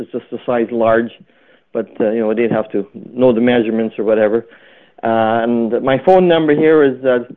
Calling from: Enola, Manitoba, Canada; Enola, Manitoba.

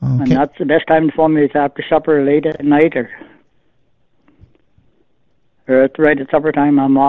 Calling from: Rathwell, Manitoba, Canada; Yeah, good day. Rathwell.

